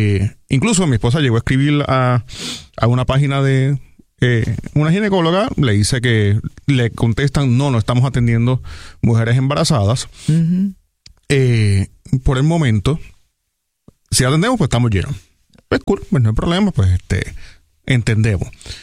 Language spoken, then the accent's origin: Spanish; Barranquitas, Puerto Rico; moved away as an adult; now in Gurabo, Puerto Rico; Nosotros vivimos en Gurabo. Yo soy natural de Barranquita, pero llevo unos años viviendo en Gurabo.